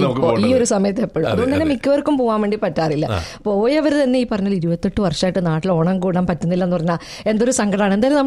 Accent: Kerala, India; ഞങ്ങൾ മലബാറുകാർക്ക് ഇന്നത്തെ ദിവസം ഓണം വിഷു വന്നു കഴിഞ്ഞാലും

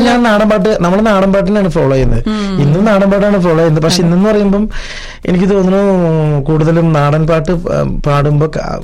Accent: Chalakudy, Kerala, India; ഞാനൊരു ചാലക്കുടിക്കാരനാണെന്ന് പറയുന്നതിൽ എനിക്ക് ഭയങ്കര അഭിമാനമാണ്.

